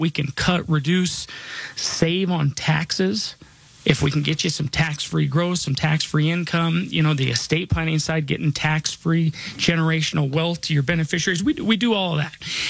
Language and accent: English; Denver, Colorado, United States; born or raised there